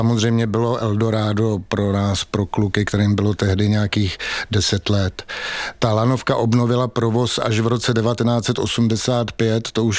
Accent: Prague, Czechia; Já když jsem byl kluk a vyrůstal jsem v Praze na Starém Městě, tak jsem s kamarády, ze spolužáky ze základní školy jsme chodili na Petřín.

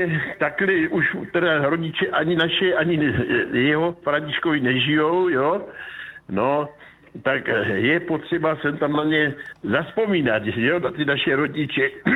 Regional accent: Olbramovice, South Moravian Region, Czechia; born there; tak já jsem se narodil v Olbramovicích u Moravského Krumlova. To nejsou ty Olbramovice někde u Benešova, to jsou tady u Moravského Krumlova.

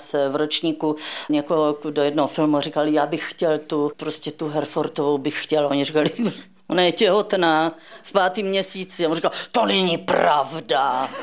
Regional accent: Brno, South Moravian Region, Czechia; protože Brno je domov

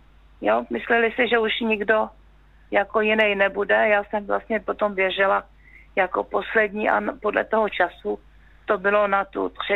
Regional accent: Horní Slavkov, Karlovy Vary Region, Czechia; also born or lived in Ostrava; Jsem se narodila sice v Ostravě, vyrostla jsem v západních Čechách, v Horním Slavkově, ale pak jsme se přestěhovali na malou vesničku.

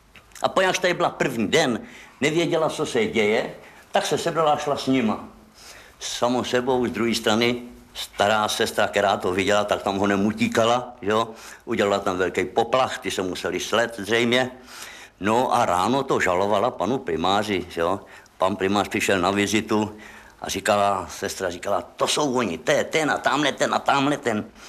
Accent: Komařice, South Bohemian Region, Czechia; Já jsem z Komářic

